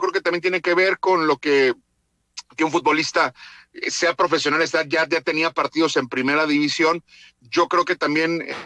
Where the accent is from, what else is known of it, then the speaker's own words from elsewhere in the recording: Mexico; Hay pocas cosas que como mexicanos nos identifican de esa manera